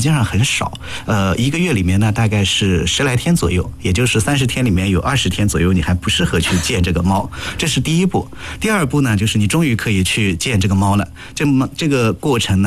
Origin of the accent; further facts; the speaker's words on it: Gansu, China; moved away; 一直到有一年我回老家，我老家甘肃的